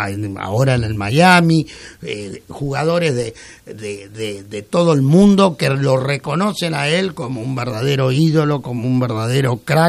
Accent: Argentina; Como argentinos nos sentimos orgullosos

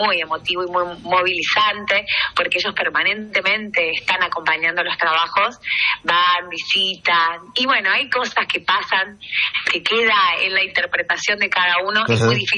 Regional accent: Las Toscas, Santa Fe, Argentina; Yo soy de Las Toscas

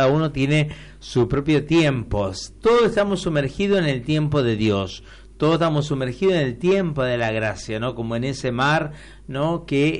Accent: Argentina

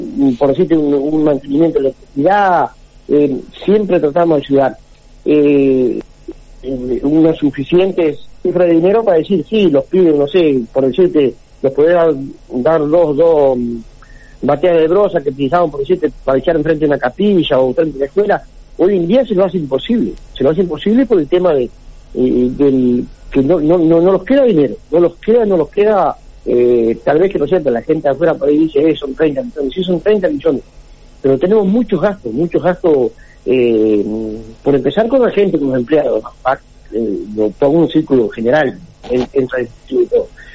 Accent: Parera, La Pampa, Argentina; yo soy de Parera

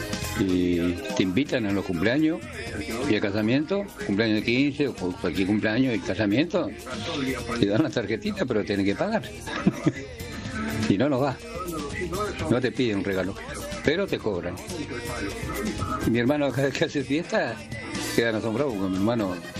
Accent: Pilar, Buenos Aires Province, Argentina

